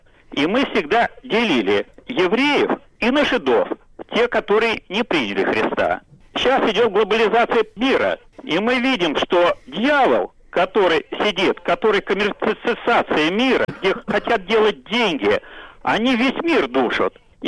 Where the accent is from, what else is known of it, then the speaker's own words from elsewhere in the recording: Moscow, Russia; born there; Я родился в Москве и был крещен в 46-м году в Илья-Обынинском переулке.